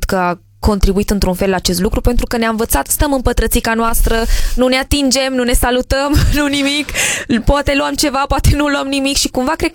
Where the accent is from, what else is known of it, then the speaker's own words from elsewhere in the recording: Spain; moved away; sunt obișnuită pentru că am crescut în Spania.